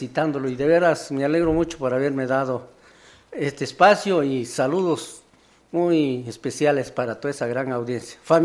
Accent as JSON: {"language": "Spanish", "town": "Tejutla", "region": "San Marcos", "country": "Guatemala", "said": "Y venimos de Aldea Las Delicias, Tejutla, San Marcos."}